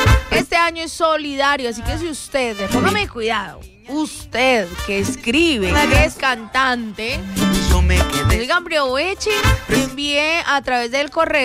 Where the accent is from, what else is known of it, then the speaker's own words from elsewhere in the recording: Colombia; lo que somos como colombianos ante las adversidades.